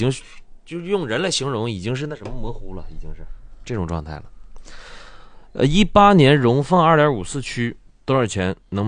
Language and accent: Chinese; northeastern China, China; accent: Northeastern dialect; 咱说点东北土话，